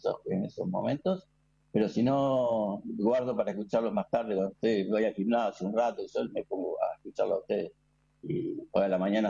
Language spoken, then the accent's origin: Spanish; Buenos Aires, Argentina; Yo soy de Buenos Aires, vivo en Buenos Aires, tengo mi familia allá